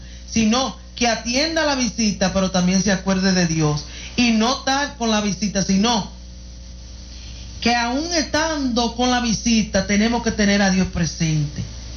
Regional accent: Santiago de los Caballeros, Santiago, Dominican Republic; si estamos en Santiago, si somos santiagueros aquí?

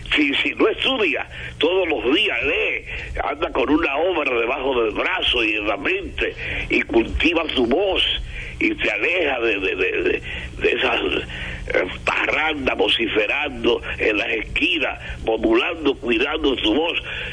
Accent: Pimentel, Duarte, Dominican Republic; moved away; vengo de Pimentel

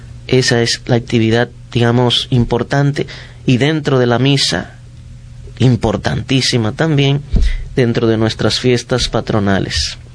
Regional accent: Palmarito, La Vega, Dominican Republic; vicario de la parroquia del Beato Bonó de Palmarito, La Vega, de donde yo soy.

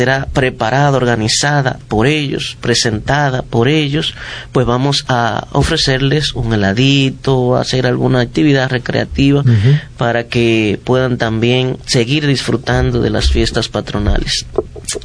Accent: Palmarito, La Vega, Dominican Republic; moved away; la parroquia del Beato Bonó de Palmarito, La Vega, de donde yo soy.

